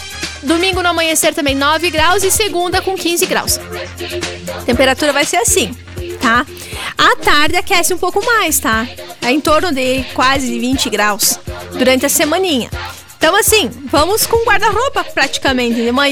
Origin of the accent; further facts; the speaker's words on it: Nova Brasília, Brazil; estamos descascando nozes que ontem colhi lá na minha terra natal, Nova Brasília.